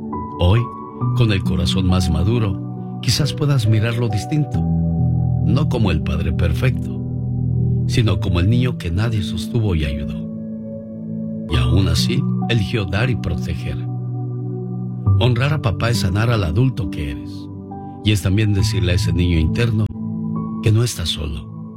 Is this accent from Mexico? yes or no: yes; Chiapas, Mexico; de Chiapas, México, y te estamos escuchando.